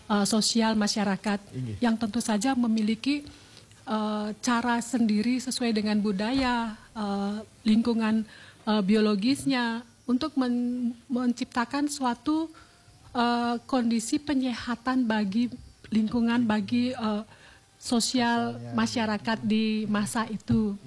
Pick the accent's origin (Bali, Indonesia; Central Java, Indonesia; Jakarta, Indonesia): Bali, Indonesia; kita lahir di Bali